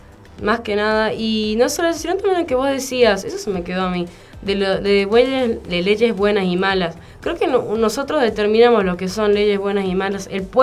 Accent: Argentina; Nosotros tenemos que hablar como pueblo argentino que somos

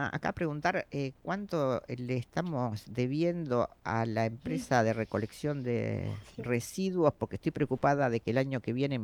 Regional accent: San Pedro, Argentina; yo soy una ciudadana de San Pedro

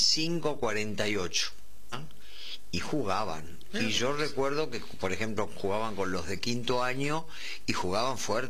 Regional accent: Bernal, Buenos Aires Province, Argentina; born there

